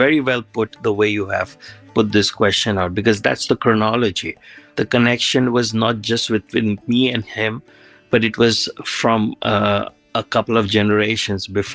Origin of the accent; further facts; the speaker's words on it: India; a kid growing up in India